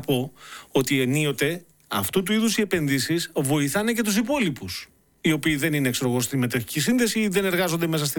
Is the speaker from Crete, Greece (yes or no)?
no; Peloponnese, Greece; Να πω και εγώ για τη δική μου στη Μεσσηνία